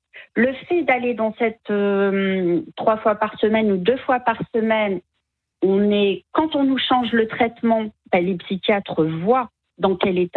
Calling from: Reims, Grand Est, France; moi je suis de Reims

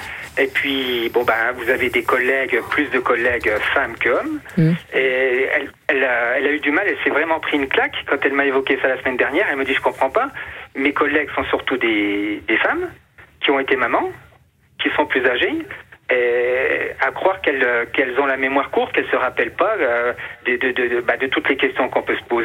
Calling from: Grand Est, France; je suis dans les Vosges.

